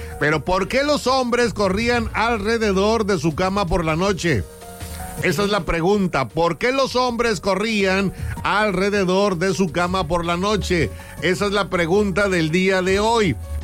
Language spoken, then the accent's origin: Spanish; Mexico; Somos mexicanos y la neta que, pues, mucha gente vibró con el partido de ayer.